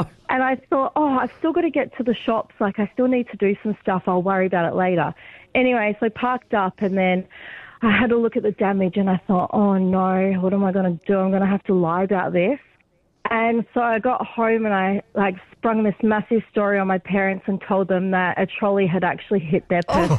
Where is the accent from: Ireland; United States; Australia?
Australia; I just got a MyP licence because obviously I'm Australian.